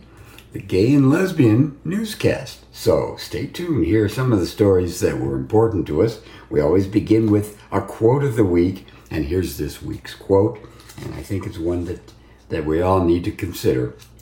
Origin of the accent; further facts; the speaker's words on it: Detroit, Michigan, United States; now in Chicago, United States; since I am from Detroit.